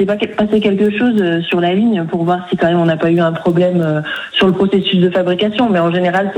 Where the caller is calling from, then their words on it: Saint-Galmier, Auvergne-Rhône-Alpes, France; De Saint-Galmier, dans la Loire, pas loin de Saint-Étienne.